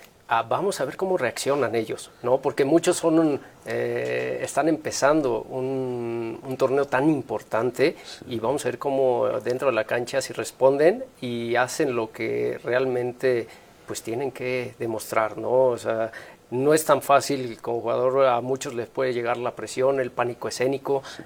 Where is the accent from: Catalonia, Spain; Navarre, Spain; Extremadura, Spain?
Catalonia, Spain; Sí, somos catalanes. Independientes, ¿no?